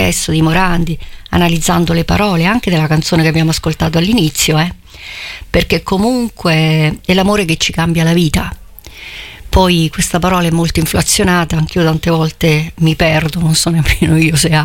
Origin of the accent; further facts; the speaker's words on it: Recanati, Marche, Italy; io sono originaria di Recanati